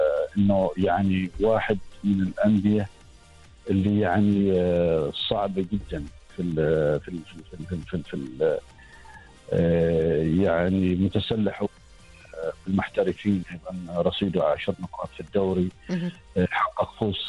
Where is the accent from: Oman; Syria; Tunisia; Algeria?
Oman; هنا عندنا في عمان